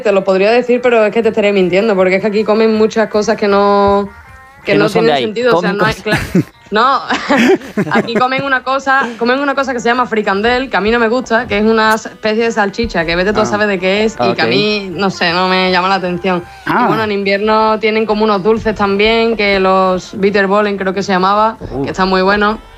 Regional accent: Mairena del Alcor, Andalusia, Spain; moved away as an adult; now in Rotterdam, Netherlands; de Sevilla, bueno, de Mairena del Alcor.

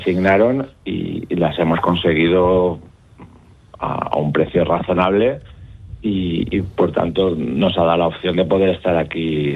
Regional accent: Ontinyent, Valencian Community, Spain; Sí, somos de aquí, de Ontinyent, somos un grupo de 7 amigos que estamos yendo a ver a España

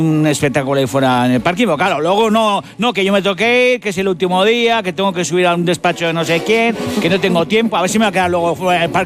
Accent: Basque Country, Spain; lo hago por orgullo, luego por orgullo, porque soy vasco y a mí no me gana ni Bartolo.

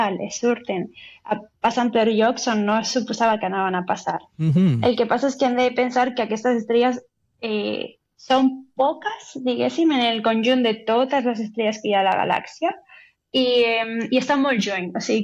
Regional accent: Lanzarote, Canary Islands, Spain; Catalan is a second language; Doncs he de dir que per mi des de petita, bueno, jo és que sóc de Canàries, de Lanzarote.

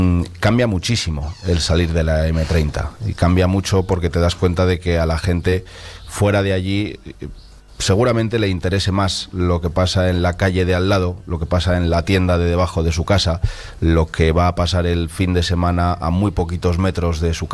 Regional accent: Burgos, Castile and León, Spain; now in Madrid, Spain; soy de Burgos y ejerzo de burgalés.

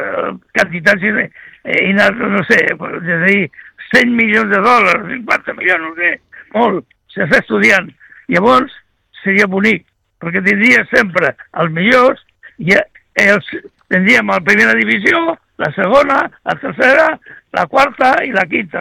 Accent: Sitges, Catalonia, Spain; Però català de Sitges.

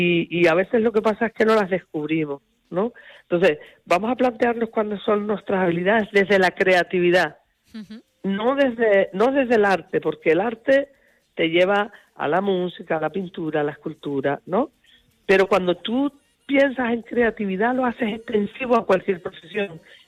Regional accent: Canary Islands, Spain; Y mira que soy canaria, ¿eh?

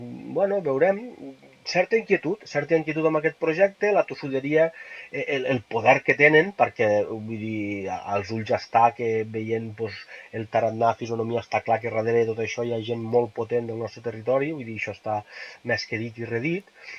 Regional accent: Vinaixa, Catalonia, Spain; jo sóc de Lleida, sóc de Vinaixa

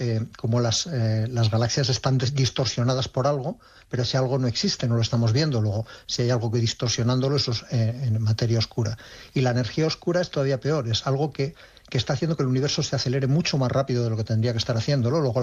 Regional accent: Ávila, Castile and León, Spain; Sí, yo soy de Ávila y en Ávila tenemos unos cielos envidiables, de hecho tenemos reservas Starlight.

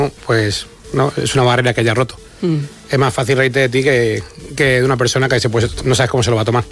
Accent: Aranjuez, Community of Madrid, Spain; accent: Toledo; Pues en mi pueblo, o sea, soy de Aranjuez, pero es frontera con Toledo. O sea, todos los pueblos.

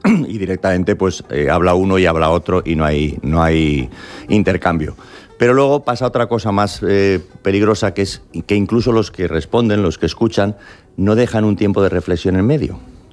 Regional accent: Spain; now in United States; yo soy ciudadano americano, soy español, porque nací aquí y tal, y fui al Colegio de los Sagrados Corazones

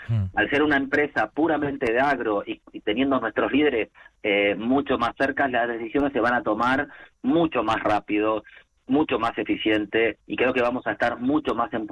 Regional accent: Argentina; now in Spain; como argentino, veo esas diferencias que hay aquí en España

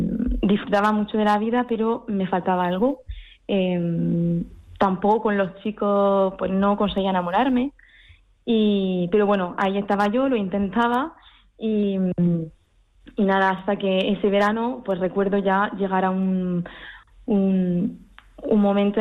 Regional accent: Paris, Île-de-France, France; moved away as an adult; soy francesa, mi padre es francés, mi madre española, murciana, y yo nací en París y viví ahí hasta, pues, hasta los 22 años, hasta que entré al convento

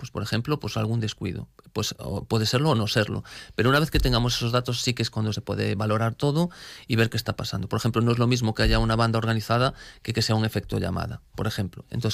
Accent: Lugo, Galicia, Spain; los que somos de Lugo, yo soy de Lugo de toda la vida

